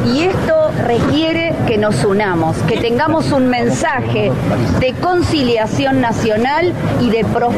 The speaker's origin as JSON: {"language": "Spanish", "country": "Argentina", "said": "que somos argentinos bendecidos por los paisajes, los climas, los recursos naturales, las industrias"}